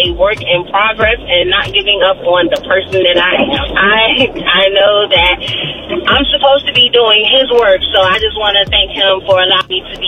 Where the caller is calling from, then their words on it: Norfolk, Virginia, United States; I am calling from Norfolk, Virginia.